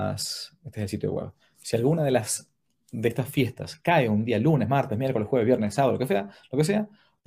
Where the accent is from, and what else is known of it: Argentina